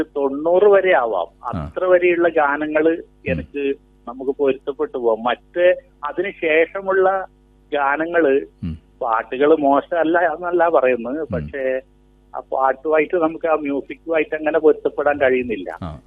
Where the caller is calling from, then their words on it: Kooveri, Kerala, India; കൂവേരി വില്ലേജിലാണ് എന്റെ സ്ഥലം